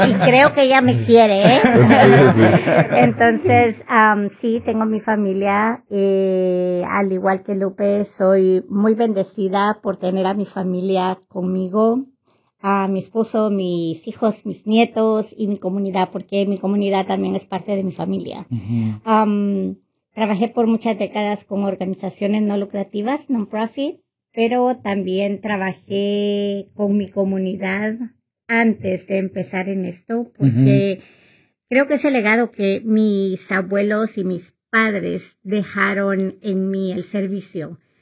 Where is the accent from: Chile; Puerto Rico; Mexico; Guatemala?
Guatemala; moved away as an adult; now in United States; Vengo de Guatemala. Casada, tengo mis hijos, mis nietos, por décadas he trabajado con mi comunidad